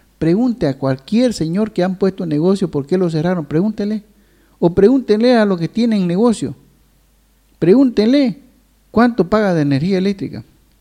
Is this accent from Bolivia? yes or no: yes; eastern lowlands, Bolivia